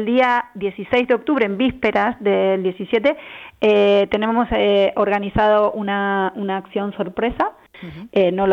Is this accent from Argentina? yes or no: yes; Argentina; now in Spain; yo soy argentina, de origen argentino